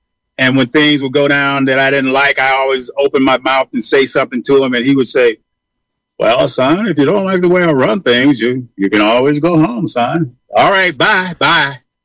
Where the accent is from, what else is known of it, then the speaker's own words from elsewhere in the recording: Kissimmee, Florida, United States; I was born in Kissimmee, Florida. People call it Kissimmee, Florida. It's right next to Orlando, Florida, right in the middle in Central Florida. It's Disney World now, but I grew up there.